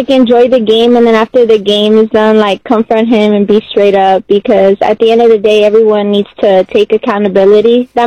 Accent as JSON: {"language": "English", "region": "Guerrero", "country": "Mexico", "said": "No, we're from Guerrero. We're from a little region, Tierra Caliente, you know, Los Cochos."}